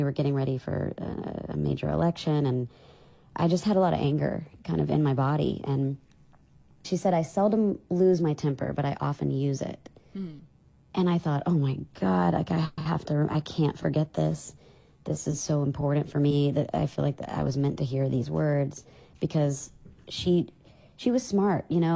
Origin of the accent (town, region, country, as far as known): Meridian, Mississippi, United States; born or raised there